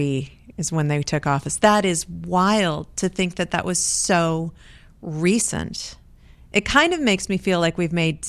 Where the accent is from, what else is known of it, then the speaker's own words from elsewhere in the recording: Iowa, United States; And I grew up in Iowa, and I became pretty politically aware starting when I was in high school.